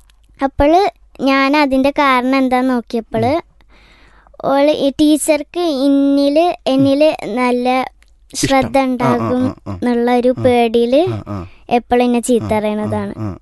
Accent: Puthanangadi, Kerala, India; ഞാൻ പുത്തനങ്ങാടിയിൽ നിന്ന് വരുന്നു.

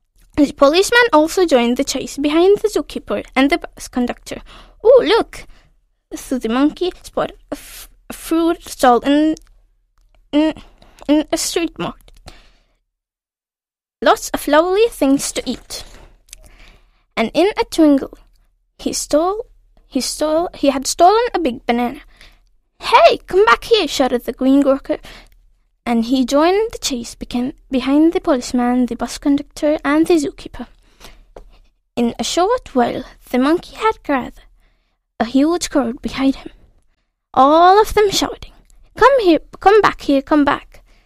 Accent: Delhi, India; ഞാൻ ജാമിയമില്ല ഇസ്ലാമിന്റെ അടുത്താണ്.

